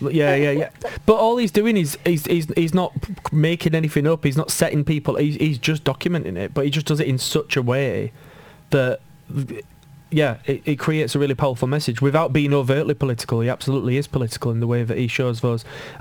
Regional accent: Wakefield, Yorkshire and the Humber, United Kingdom; I'm from Wakefield, it's the rhubarb triangle.

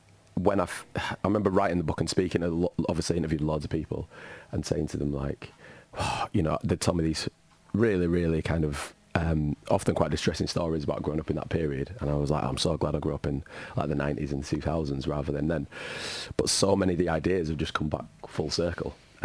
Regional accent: Bradford, Yorkshire and the Humber, United Kingdom; I'm from Bradford. Northern Soul was a big thing growing up.

